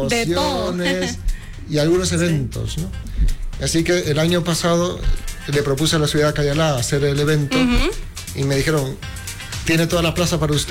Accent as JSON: {"language": "Spanish", "country": "Guatemala", "moved": "yes", "said": "cuando yo volví a Guatemala, soy guatemalteco, pero viví muchos años fuera."}